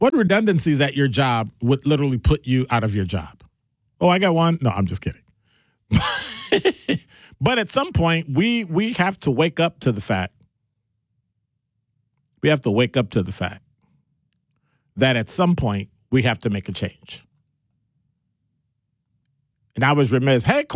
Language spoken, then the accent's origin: English; Chicago, Illinois, United States; Just growing up in Chicago.